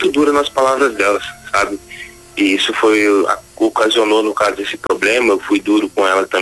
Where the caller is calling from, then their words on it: Arapongas, Paraná, Brazil; Falo de Arapongas, Paraná.